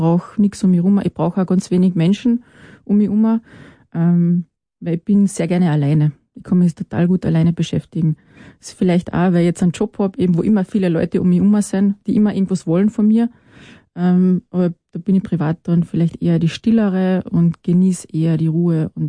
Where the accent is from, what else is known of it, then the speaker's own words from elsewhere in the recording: Rennweg, Carinthia, Austria; Ich komme aus Rennweg, also ich bin aus Oberkärnten, im Grenzgebiet eigentlich aufgewachsen, also zwischen Kärnten und Salzburg.